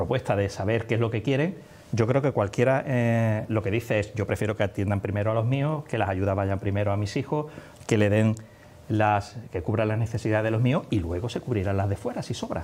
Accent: Spain

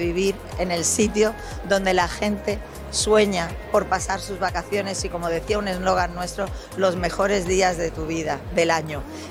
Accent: Torremolinos, Andalusia, Spain; venimos de cualquier sitio, venimos de Torremolinos y ese es nuestro paraíso, lo hemos hablado siempre.

